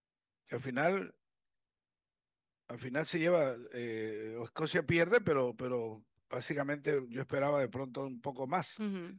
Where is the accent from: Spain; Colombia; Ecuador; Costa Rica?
Costa Rica; San José; allá a mi pueblo donde yo estaba en Paso Ancho